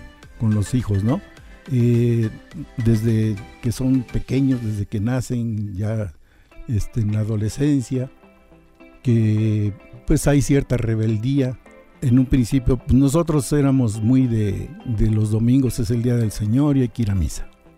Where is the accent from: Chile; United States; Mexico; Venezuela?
Mexico; Veracruz; moved away as an adult; Pero yo soy del puerto de Veracruz.